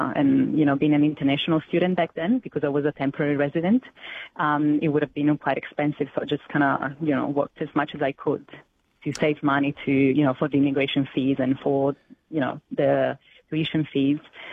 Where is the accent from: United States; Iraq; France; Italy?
Italy; moved away as an adult; now in Australia; I'm already a midwife in my country. I come from Italy.